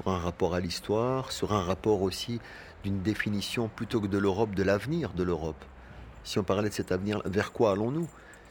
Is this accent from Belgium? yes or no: yes; Belgium; parce que je suis belge aux yeux bleus